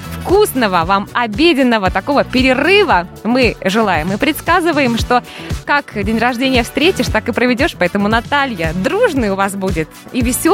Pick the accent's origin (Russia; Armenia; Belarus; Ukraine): Belarus; Мы, белорусы